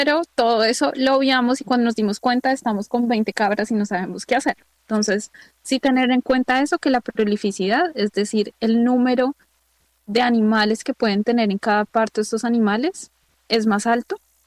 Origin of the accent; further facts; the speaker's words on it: Colombia; como colombianos a veces nos cuesta mirar esta parte